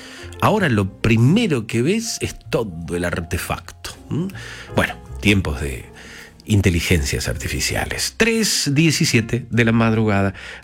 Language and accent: Spanish; Buenos Aires, Argentina; born there; also born or lived in Azul / Olavarría; yo nací acá en Buenos Aires, después me fui a vivir a Azul, mi primera ciudad adoptiva